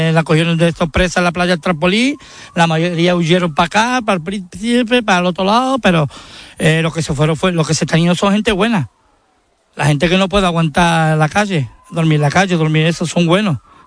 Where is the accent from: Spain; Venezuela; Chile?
Spain; Ceuta; Yo la lucha que tengo es por mi ciudad, por mis caballas. Aquí no se trata, aquí somos todos españoles.